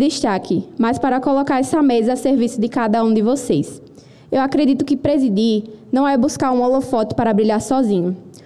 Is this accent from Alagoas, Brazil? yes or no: yes; Arapiraca, Alagoas, Brazil; Tenho a honra de representar o estado de Alagoas. Vim da cidade de Arapiraca.